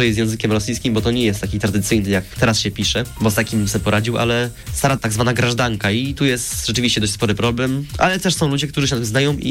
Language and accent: Polish; Gorzów Wielkopolski, Lubusz Voivodeship, Poland